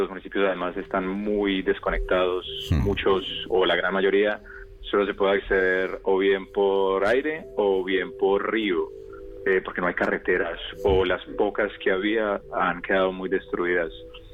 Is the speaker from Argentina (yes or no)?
no; Colombia; now in Carboneras, Spain; yo soy colombiano, residente en el municipio de Carboneras y me muevo mucho por toda la provincia